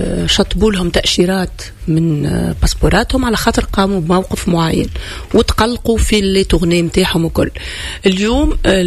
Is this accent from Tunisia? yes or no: yes; Tunisia; تسأل فينا كتونسية